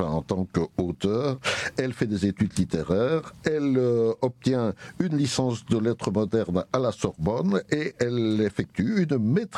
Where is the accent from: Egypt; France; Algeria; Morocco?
France; de chez nous, en France